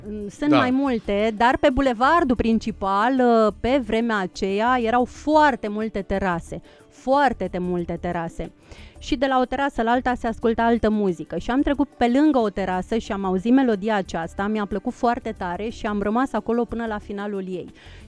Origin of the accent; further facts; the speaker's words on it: Moldavia, Romania; accent: Moldavian; moved away; Sunt moldoveancă. Da. Sunt moldoveancă.